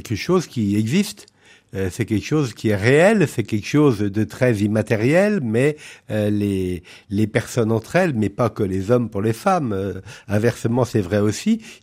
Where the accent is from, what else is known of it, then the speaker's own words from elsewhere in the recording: Brittany, France; born there; now in Vendée, France; Oui, je suis breton, effectivement, je suis né en Bretagne, la famille de ma mère était Bretagne depuis de nombreuses générations